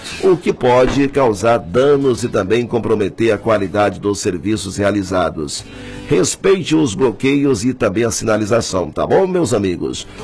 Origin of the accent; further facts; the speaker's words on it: Paraíso do Tocantins, Tocantins, Brazil; moved away; Paraíso e outras cidades ao redor ali da minha cidade natal, Paraíso, né?